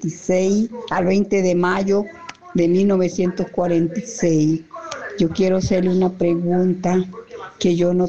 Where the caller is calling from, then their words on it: Pedregoso, Coclé, Panama; soy de Pedregoso de la Pintada